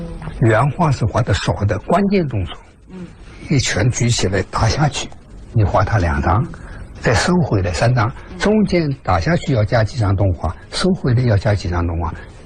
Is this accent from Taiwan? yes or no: no; Wuxi, Jiangsu, China; 那么他是无锡人，我也是无锡人。